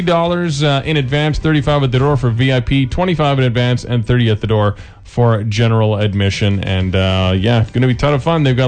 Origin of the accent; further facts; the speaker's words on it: Swift Current, Saskatchewan, Canada; We saw less than that in Swift Current.